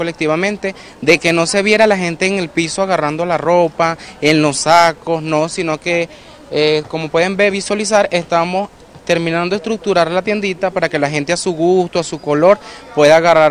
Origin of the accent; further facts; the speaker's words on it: Venezuela; le brindemos apoyo a quienes nos necesitan como verdaderos venezolanos que somos.